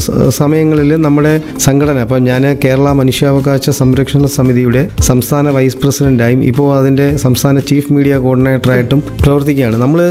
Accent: Kollam, Kerala, India; ശരിക്കും സ്വദേശം കൊല്ലം പള്ളിമുക്കിലാണ്. ഇപ്പൊ താമസിക്കുന്നത് കൊട്ടിയത്താണ്.

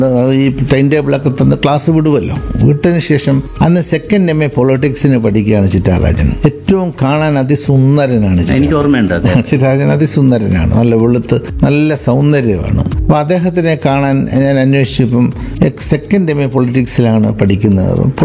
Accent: Kollam, Kerala, India; ഞാൻ ജനിച്ചതും വളർന്നതും തുണക്കം എന്ന് പറയുന്നത് കൊല്ലം നഗരത്തിലെ ജോനകപ്പുറം എന്ന് പറയുന്നൊരു തീരപ്രദേശത്താണ്. അവിടെയാണ് എൻ്റെ അച്ഛനും അച്ഛൻ്റെ വാപ്പയും വാപ്പയുടെ വന്നെങ്കിൽ പിതാവിൻ്റെ വാപ്പയും ഒക്കെ താമസിച്ച് വളർന്നതൊക്കെ അവിടുന്ന്.

